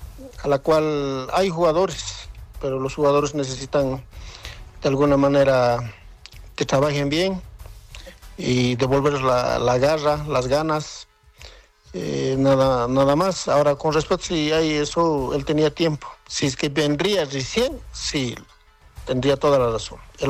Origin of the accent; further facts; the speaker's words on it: Potosí, Bolivia; mi tierra potosina